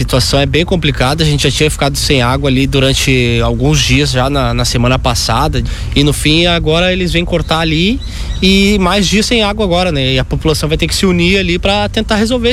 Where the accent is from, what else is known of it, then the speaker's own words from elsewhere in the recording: Porto Alegre, Rio Grande do Sul, Brazil; moved away; Eu vim de Porto Alegre, e há 2 anos eu tô aqui.